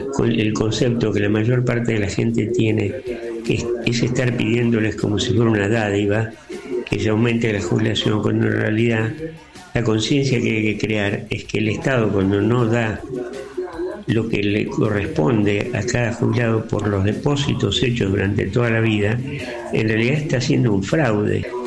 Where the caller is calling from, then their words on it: Gualeguaychú, Entre Ríos, Argentina; de Gualeguaychú.